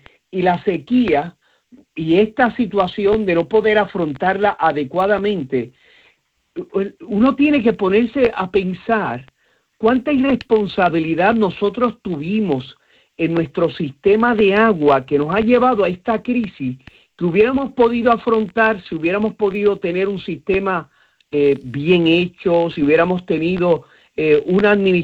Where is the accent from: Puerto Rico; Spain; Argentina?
Puerto Rico; buenos días a todo mi pueblo de Puerto Rico.